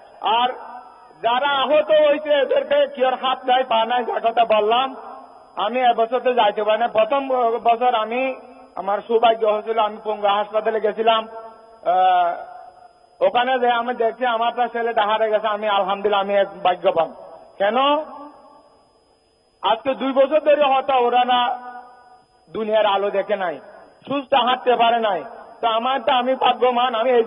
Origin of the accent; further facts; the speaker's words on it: Chakaria, Chittagong Division, Bangladesh; born there; আমার বাড়ি চট্টগ্রাম কক্সবাজার চকরিয়া পেপুয়া। বাংলাদেশের স্বরাষ্ট্রমন্ত্রী মাননীয় সালাউদ্দিন আহমদের বাড়ির পাশে, আমার বাড়ি একদম কাছাকাছি।